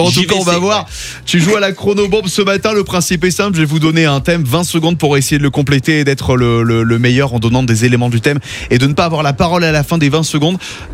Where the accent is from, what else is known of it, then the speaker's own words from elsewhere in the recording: Montpellier, Occitanie, France; Je viens de Montpellier